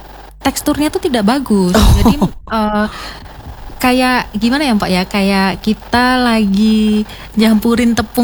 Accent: Central Java, Indonesia; now in Manokwari, Indonesia; Saya malah dari Jawa Tengah.

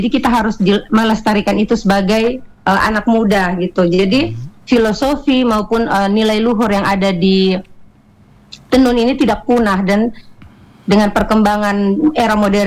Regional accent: East Nusa Tenggara, Indonesia; Nusa Tenggara Timur, khususnya Sumba Barat.

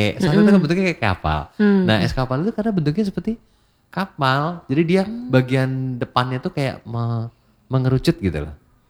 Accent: Surakarta, Central Java, Indonesia; kita sebagai orang Solo

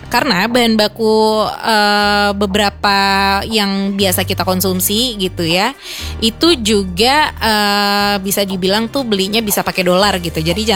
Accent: Jakarta, Indonesia; moved away as an adult; now in Manado, Indonesia; aku ditugasin di sini gitu ya, di kota Manado. Secara aku kan orang Jakarta gitu kan.

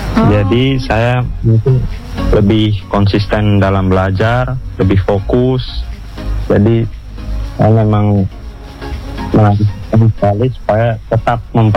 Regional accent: Central Java, Indonesia; Iya, yes. Saya asli dari Jawa Tengah.

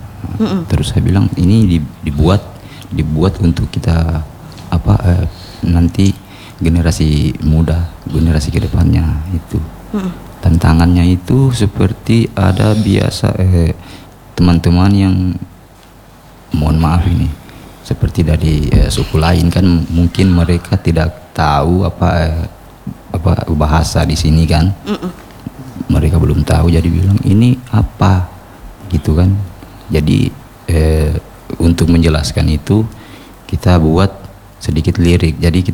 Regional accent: Tojo Una-Una, Central Sulawesi, Indonesia; first language Taa; bahasa daerah saya itu kan bahasa Tah, saya asli suku Tah.

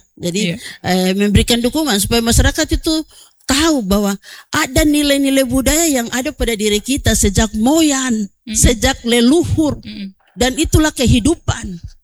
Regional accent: West Papua, Indonesia; kami di suku Doreri

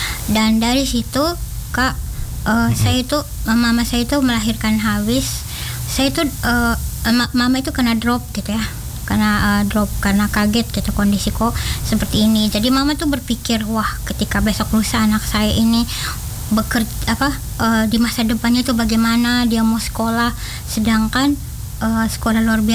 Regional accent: Bajawa, East Nusa Tenggara, Indonesia; orang Nangaroro Nagekeo dan mama orang Larantuka, Flores Timur. Namun kami dilahirkan dan dibesarkan di Kota Dingin Bajawa.

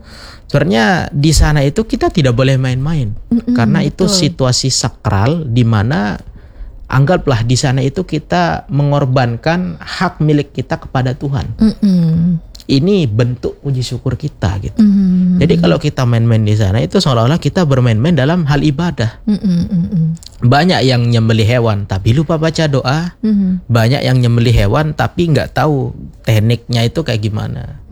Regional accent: Gerung, West Nusa Tenggara, Indonesia; di desa saya, yaitu Gerung ya.

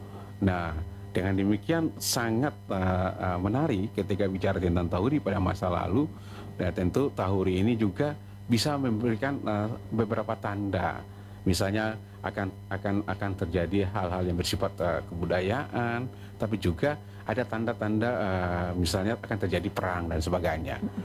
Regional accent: Maluku, Indonesia; Nah, karena kita orang Maluku ini identik dengan musik, sering disampaikan ya DNA orang musik itu, orang Ambon itu musik.

